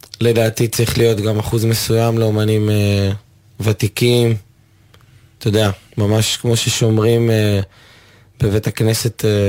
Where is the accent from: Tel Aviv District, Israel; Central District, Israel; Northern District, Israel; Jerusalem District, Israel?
Tel Aviv District, Israel; Bat Yam